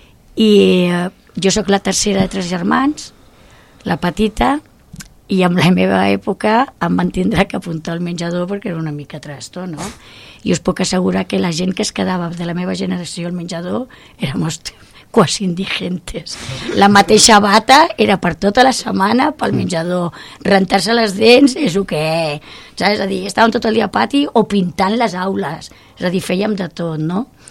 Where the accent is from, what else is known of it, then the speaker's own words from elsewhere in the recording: El Prat de Llobregat, Catalonia, Spain; born there; Jo sóc nascuda al Prat de Llobregat.